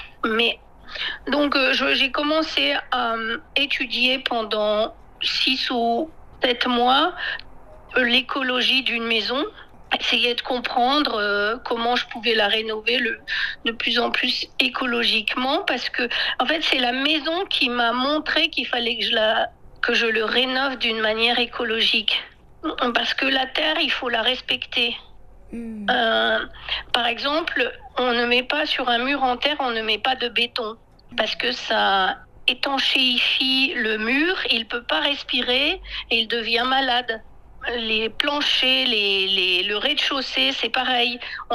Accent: France; parce que près de ma région d'origine en France, il y a aussi des maisons en terre battue.

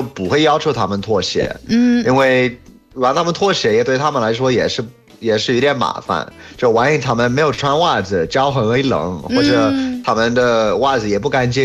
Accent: United Kingdom; Chinese is a second language; moved away as an adult; now in China; 我从小在英国

